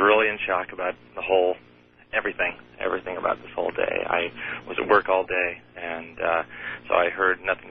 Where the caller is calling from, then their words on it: Costa Mesa, California, United States; in Costa Mesa, California.